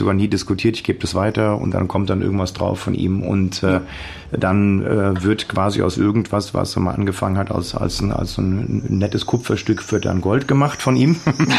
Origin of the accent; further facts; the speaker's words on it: Hesse, Germany; Ich bin Hesse, gell?